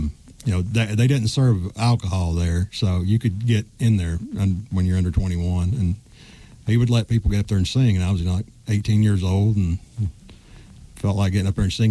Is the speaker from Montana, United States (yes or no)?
no; Grundy, Virginia, United States; also born or lived in Pikeville, Kentucky; I was born in Pike County, Pikeville, Kentucky. Raised across the line over in Buchanan County, Grundy, Virginia.